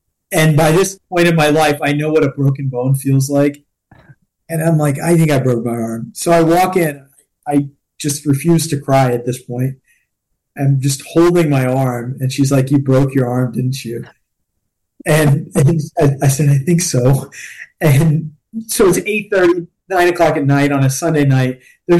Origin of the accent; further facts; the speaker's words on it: College Station, Texas, United States; now in Temple, United States; I grew up in College Station. I went to public school there. My mom and dad still live in College Station.